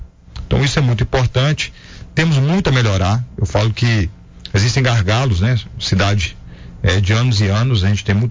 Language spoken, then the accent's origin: Portuguese; Coronel Fabriciano, Minas Gerais, Brazil; Então eu sempre busco … nascido e criado no Canadinho de Cima, pé no chão, brincando na rua, descalço, né? E ser … de Fabriciano, nascido na cidade de Fabriciano.